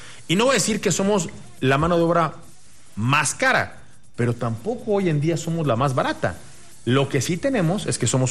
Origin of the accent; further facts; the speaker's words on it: Mexico; aquí podemos vernos como mexicanos.